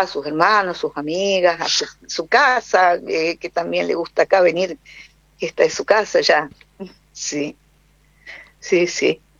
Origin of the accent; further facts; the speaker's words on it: Jujuy, Argentina; que soy propia porque yo, aparte de soy argentina, soy jujeña, soy bien norteña, bien norteña.